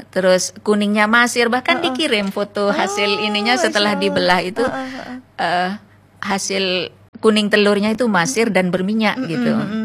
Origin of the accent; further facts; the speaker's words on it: Pamekasan, East Java, Indonesia; Dan saya karena di perkotaan, lingkungan kan padat di saya itu. Jadi saya alihkan ke Pamekasan karena saya asli Pamekasan.